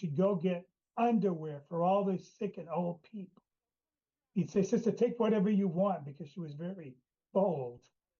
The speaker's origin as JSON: {"language": "English", "town": "Berlin", "country": "United States", "tie": "born or raised there", "said": "We were going to my hometown of Berlin, where she'd served for many, many years."}